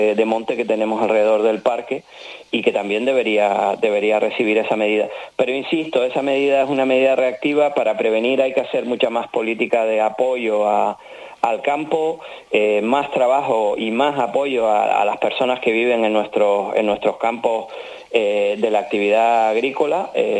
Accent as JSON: {"language": "Spanish", "area": "Tenerife", "region": "Canary Islands", "country": "Spain", "said": "A mí como tinerfeño eso me avergüenza"}